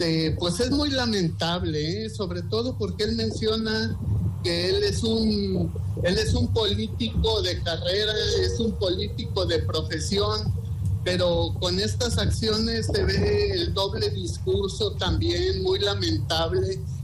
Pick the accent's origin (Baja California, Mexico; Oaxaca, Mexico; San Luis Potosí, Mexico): San Luis Potosí, Mexico; no la vemos los potosinos